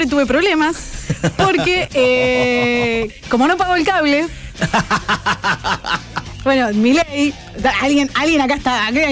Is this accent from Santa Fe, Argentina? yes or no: yes; Rosario, Santa Fe, Argentina; Yo soy acá, además soy recontra de Leprosa, de Newell's